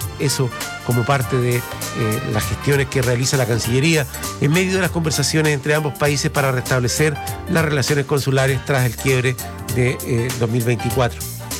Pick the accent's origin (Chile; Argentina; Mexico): Chile; Es muy bien sabido, especialmente en Latinoamérica, de lo solidario que somos los chilenos, ¿no?